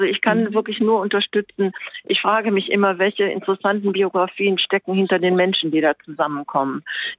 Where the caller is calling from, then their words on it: Mönchengladbach, North Rhine-Westphalia, Germany; Ich komme aus Mönchengladbach